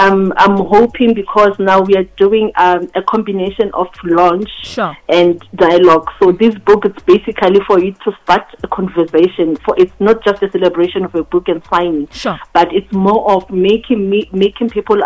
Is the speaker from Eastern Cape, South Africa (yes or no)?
no; Seshego, Limpopo, South Africa; I'm a mother of two, born and bred in Seshego, but we are originally from Hamolepo, Lasterhoop.